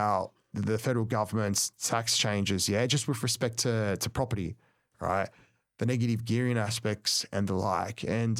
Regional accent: Cabramatta, New South Wales, Australia; I grew up poor in Cabramatta. I grew up in Housing Commission.

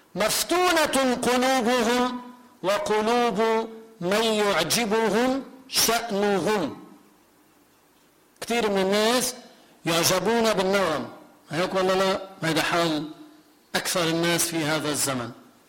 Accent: Lebanon; مثل ما عندنا بلبنان

